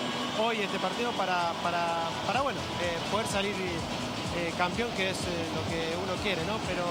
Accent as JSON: {"language": "Spanish", "country": "Argentina", "said": "para nosotros como argentinos"}